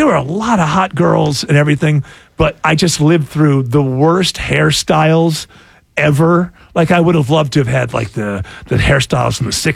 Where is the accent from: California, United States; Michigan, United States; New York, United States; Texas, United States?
New York, United States; moved away; I didn't live in New Jersey. I lived in Western New York.